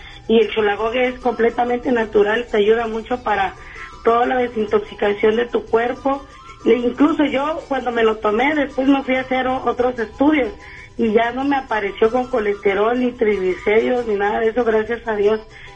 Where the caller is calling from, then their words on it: Garland, Texas, United States; De Garland